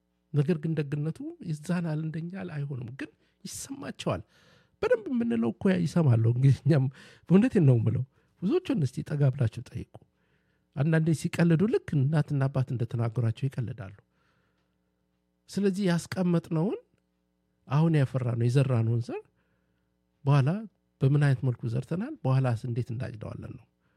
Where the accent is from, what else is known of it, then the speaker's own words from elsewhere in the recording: Dire Dawa, Ethiopia; born there; አብረን ሄደን ወክ የሚወጣው ድሬዳዋ ማታ ነበር። ረመዳን ጊዜ ድባቡ ለየት ያለ ነው እና አሁን ቁጭ በይ ሳይሆን እንኳን እዛ ተወለድኩ አልኩኝ።